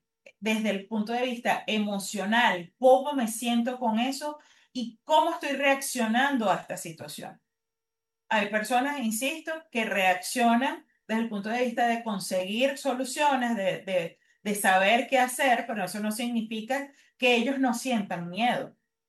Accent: Venezuela; esto es no solamente para nosotros como los venezolanos

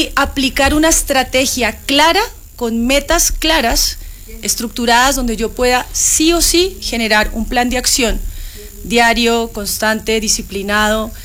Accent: Colombia; now in Chile; yo soy colombiana pero vivo en Chile hace muchos años, en Chile y en Latinoamérica hace 11 años

